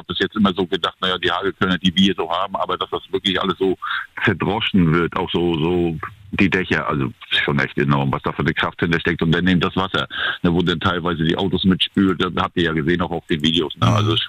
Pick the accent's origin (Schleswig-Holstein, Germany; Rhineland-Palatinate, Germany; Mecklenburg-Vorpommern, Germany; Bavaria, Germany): Mecklenburg-Vorpommern, Germany; Zarrentin; Ich selber bin ja aus Zarrentin nicht rausgekommen, ich bin ja Zarrentiner, habe dann da die Einsatzleitung mitgemacht